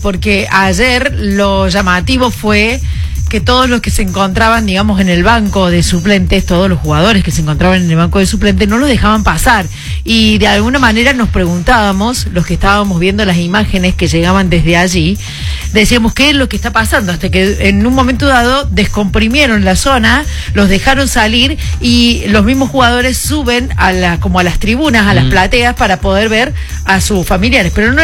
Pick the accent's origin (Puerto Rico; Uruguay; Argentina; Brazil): Argentina; No solamente a nosotros como argentinos, sino al mundo.